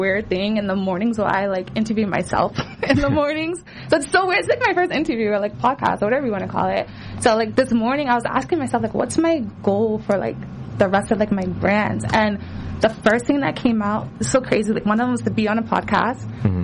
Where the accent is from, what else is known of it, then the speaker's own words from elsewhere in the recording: Nigeria; Man, I'm Nigerian. My shout outs can go on forever.